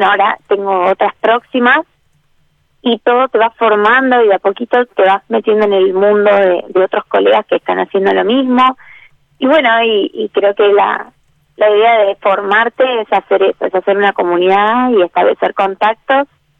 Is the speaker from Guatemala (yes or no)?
no; Bahía Blanca, Buenos Aires Province, Argentina; Toda mi vida en Pacífico, Barrio Pacífico.